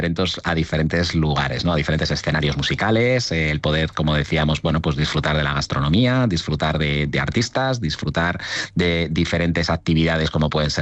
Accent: Burgos, Castile and León, Spain; born there; soy de aquí, de Burgos, nacido en Burgos

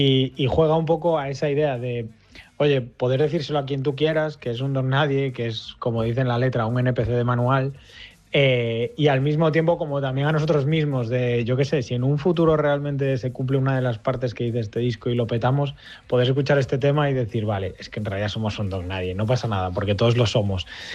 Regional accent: A Coruña, Galicia, Spain; now in Madrid, Spain; Tanto Kik como yo somos de Coruña y coincide que Micho, la bajista de … son de allí.

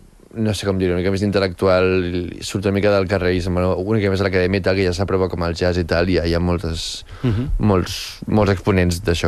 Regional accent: Espolla, Catalonia, Spain; Jo soc d'Espolla

